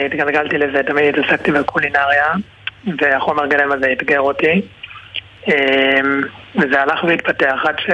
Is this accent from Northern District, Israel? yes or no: yes; Yonatan, Northern District, Israel; כן, אנחנו מיונתן, במקור מיונתן.